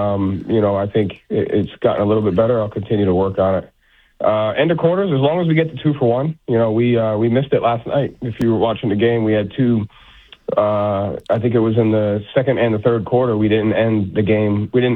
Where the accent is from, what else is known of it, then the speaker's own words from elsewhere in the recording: New England, United States; I mean, you know, we're all from New England. You know, we all grew up being short being relatively a-holes.